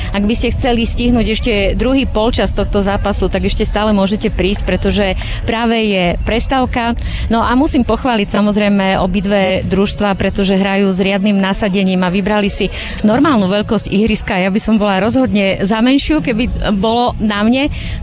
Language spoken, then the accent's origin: Slovak; Žilina Region, Slovakia; ja som zase z Turca